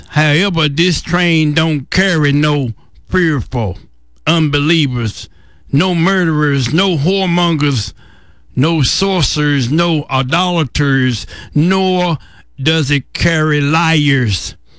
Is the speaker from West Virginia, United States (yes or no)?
yes; Gilliam, West Virginia, United States; now in Upland, United States; I was born on July the 4th, 1957, and all during my childhood and my youth years, I could hear the train horn and the train whistle coming through Algoma, Rolfe, Gillum Bottom, and my hometown of Gillum, West Virginia, right here in McDowell County.